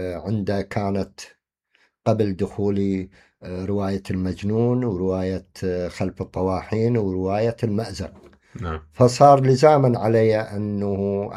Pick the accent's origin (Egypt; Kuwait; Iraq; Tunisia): Iraq; أنا أنطلق من كوني عراقي